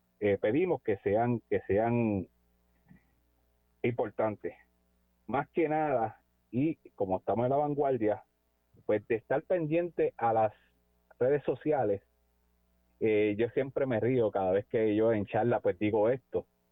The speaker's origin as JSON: {"language": "Spanish", "country": "Puerto Rico", "said": "como típico puertorriqueño que somos"}